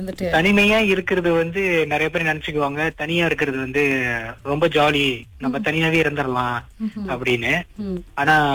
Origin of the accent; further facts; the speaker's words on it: Shah Alam, Klang, Selangor, Malaysia; moved away as an adult; now in Kedah, Malaysia; நான் வந்து பிறந்து வளர்ந்தது எல்லாமே ஷாலாம் கிளங், அங்கதான் பிறந்து வளர்ந்தது எல்லாமே. படிச்சது, என்னோட காலேஜ் முடிச்சது எல்லாமே அங்கதான்.